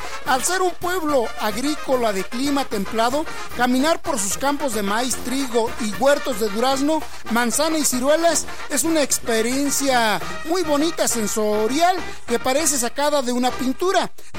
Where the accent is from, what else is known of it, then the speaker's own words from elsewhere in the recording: Acambay, State of Mexico, Mexico; les hice un recorrido por mi pueblito, Estado de México, cerquita de mi pueblito que se llama Acambay y mi otro pueblito que es Chapultepec, el Chico, Estado de México.